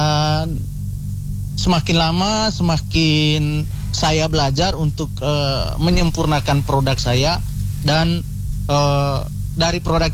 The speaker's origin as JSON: {"language": "Indonesian", "region": "East Nusa Tenggara", "country": "Indonesia", "said": "karena doktrin tadi masih melekat dalam diri saya sebagai orang Flores gitu."}